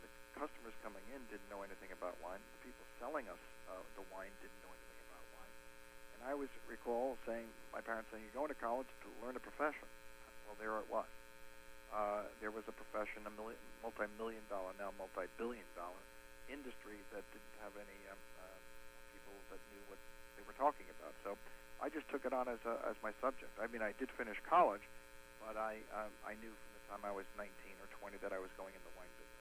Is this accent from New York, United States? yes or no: yes; New York, United States; I am an American, and I grew up outside of New York City